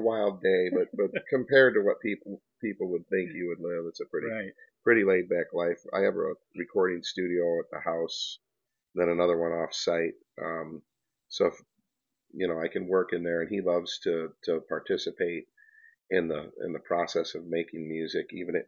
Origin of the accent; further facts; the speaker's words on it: Marseilles, Illinois, United States; also born or lived in Kansas City; now in Ottawa, United States; Well, I grew up in Marseilles, went to Marseilles High School, back when Marseilles had a high school. And, you know, pretty much I've always had ties to Marseilles, no matter where I've lived.